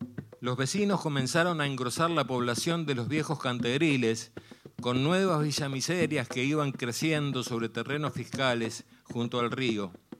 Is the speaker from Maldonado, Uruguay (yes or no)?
no; Colonia del Sacramento, Colonia, Uruguay; yo soy de Colonia del Sacramento. Antes era Colonia, ahora es Colonia del Sacramento desde que fue colonizada.